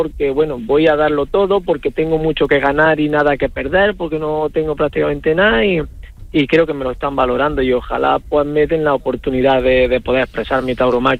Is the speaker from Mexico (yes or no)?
no; Alicante, Valencian Community, Spain; tampoco he tenido la oportunidad de volver a Alicante que considero que es mi tierra